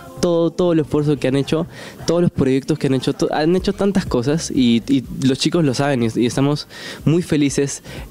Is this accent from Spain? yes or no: no; Peru; para mí, como peruano